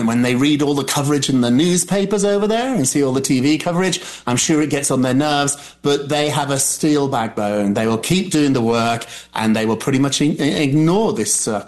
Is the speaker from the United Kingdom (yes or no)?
yes; United Kingdom; as a Brit